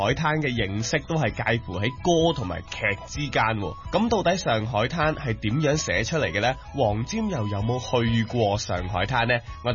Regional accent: Hong Kong; 咁代表到我哋香港人嘅一首歌啊！

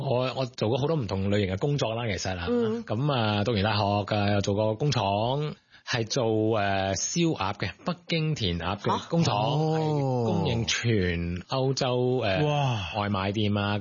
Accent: Netherlands; 認識芝士我諗都係來自我小朋友嘅時候啦，因為荷蘭都係一個出芝士嘅地方啦，咁所以我哋細個咧都已經開始食緊㗎啦。

